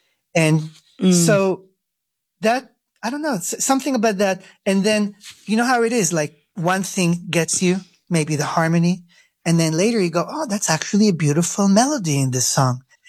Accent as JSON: {"language": "English", "country": "Israel", "tie": "born or raised there", "second_language": "English", "said": "But then growing up in Israel, I was listening to songs on the radio."}